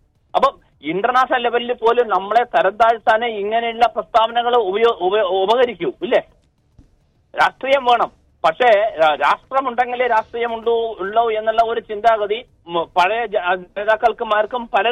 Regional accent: Palakkad, Kerala, India; അപ്പൊ ഞാൻ പാലക്കാട്ടുകാരനാണ്.

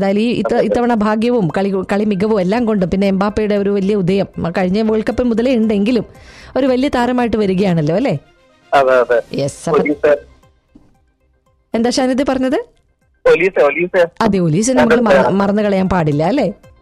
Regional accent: Koothuparamba, Kerala, India; കണ്ണൂർക്കാരനാണ്. കണ്ണൂരിലെവിടെ? Koothuparamba.

